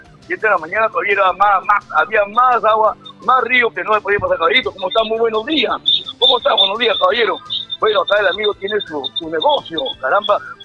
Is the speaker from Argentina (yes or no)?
no; Chiclayo, Lambayeque, Peru; todos los chiclayanos estamos acostumbrados a esto, al caos que se vive en estos momentos aquí en Chiclayo.